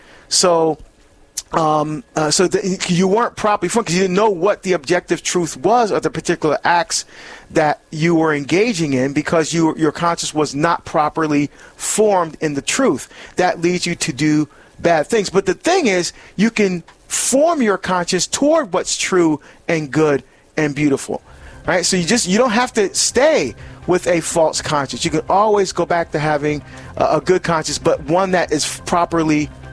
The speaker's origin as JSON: {"language": "English", "country": "Barbados", "said": "it's sweet bread that my mom, we're from Barbados. My mom used to make that."}